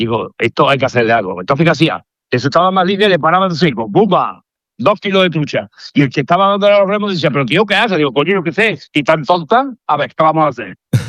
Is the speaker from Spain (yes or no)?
yes; Córdoba, Andalusia, Spain; moved away as an adult; now in Logroño, Spain; yo llevo pescando de chaval, ahí en Córdoba, a los barbos y a las carpas. Pero cuando me vine aquí ya a Logroño, ya tenía 30 años